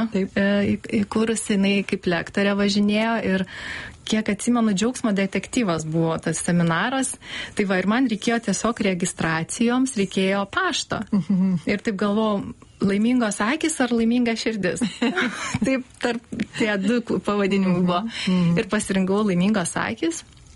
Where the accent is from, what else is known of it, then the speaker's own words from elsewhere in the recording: Panevėžys, Panevėžys County, Lithuania; Taip, aš iš Panevėžio.